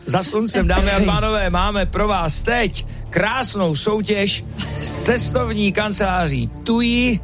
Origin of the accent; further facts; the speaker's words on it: Beroun, Central Bohemian Region, Czechia; jsem z Berouna